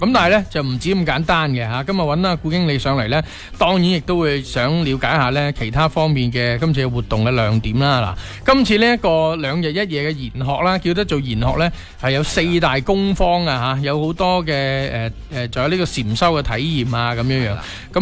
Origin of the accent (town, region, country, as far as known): Guangdong, China